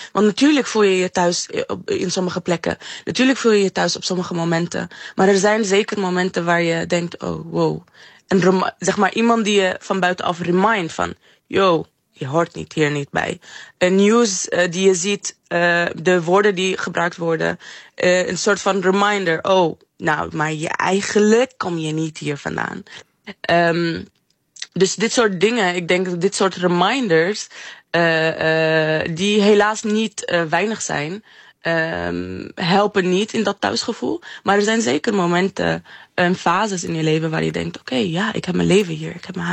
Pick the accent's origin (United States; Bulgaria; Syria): Syria; Dutch is a second language; now in Netherlands; Mijn thuisland was in 2024 en daar toen kon ik natuurlijk niet naar Syrië. En nu laatst ben ik op bezoek geweest